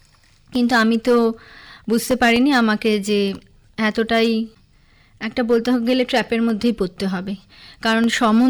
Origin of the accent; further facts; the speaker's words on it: Kolkata, West Bengal, India; হ্যাঁ, কলকাতার, সাউথ কলকাতায়।